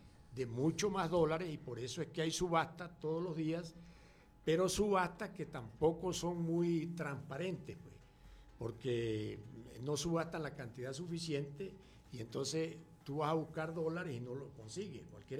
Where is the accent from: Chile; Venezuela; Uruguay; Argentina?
Venezuela